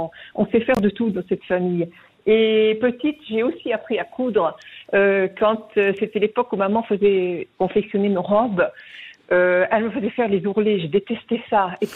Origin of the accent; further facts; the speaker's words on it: France; now in Switzerland; je suis française d'origine